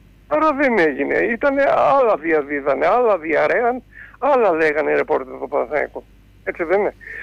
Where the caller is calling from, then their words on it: Attica, Greece; από τα Βόρεια Προάστια. Πρώτη φορά μιλάμε.